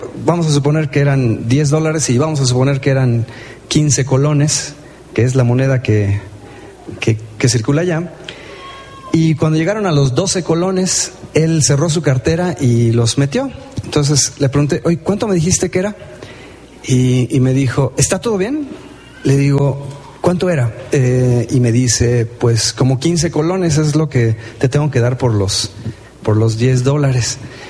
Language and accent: Spanish; Mexico; es mi pueblo